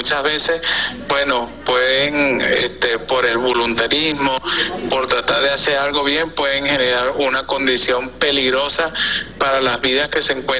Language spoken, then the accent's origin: Spanish; Venezuela; que nosotros podamos superar como venezolanos todas estas circunstancias que se nos ha presentado ante este evento natural